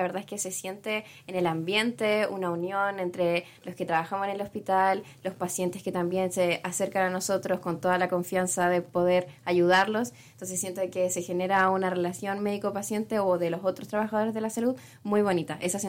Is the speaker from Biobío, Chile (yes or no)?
yes; Concepción, Biobío, Chile; También de Concepción